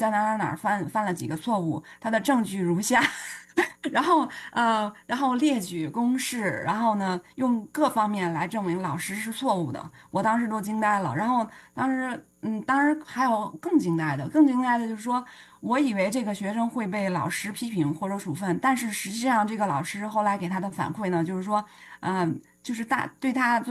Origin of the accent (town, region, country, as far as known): China